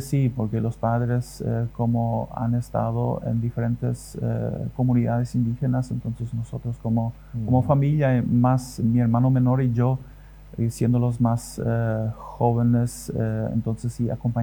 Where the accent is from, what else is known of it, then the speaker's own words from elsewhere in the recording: Filadelfia, Boquerón, Paraguay; born there; also born or lived in Yalve Sanga / Canada; Yo nací aquí en Filadelfia. He estado aquí ya desde la infancia, en tiempos de la juventud, y ahora siendo, bueno, adulto ya